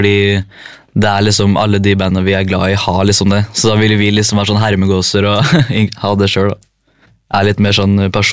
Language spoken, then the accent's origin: Norwegian; Halden, Østfold, Norway; vi er fra Halden forresten